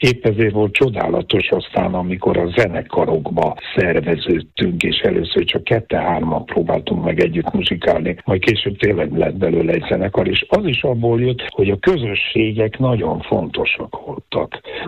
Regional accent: Budapest, Hungary; a Budai várban nőttünk fel, ami egy csodálatos helyszín

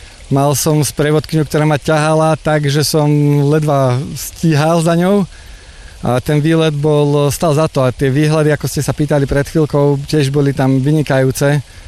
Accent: Liptovský Mikuláš, Žilina Region, Slovakia; keď som vyrastal v Liptovskom Mikuláši, tak z kuchyne som videl Choč

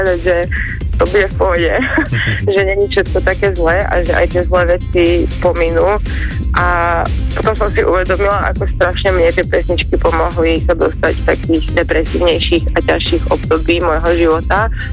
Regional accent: Košice, Košice Region, Slovakia; moved away as an adult; now in Prague, Czech Republic; Ja som pôvodne z Košíc, takže moja cesta začala tam.

